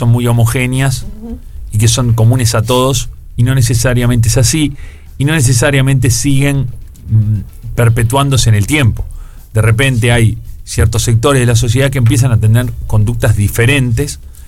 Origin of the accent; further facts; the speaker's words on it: Uruguay; el ser uruguayos.